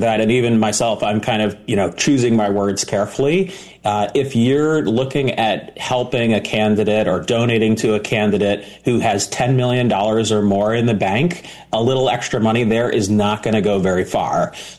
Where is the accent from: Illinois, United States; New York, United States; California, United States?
New York, United States; New York City; moved away; I lived in New York for 7 years. I grew up in New York.